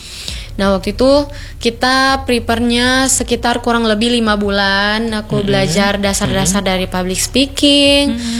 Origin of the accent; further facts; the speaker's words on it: Central Sulawesi, Indonesia; daerah aku ini namanya Kabupaten Morowali Utara.